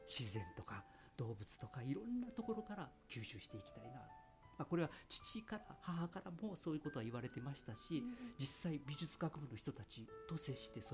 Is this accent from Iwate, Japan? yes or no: no; Osaka, Japan; 僕大阪の育ちなんですが、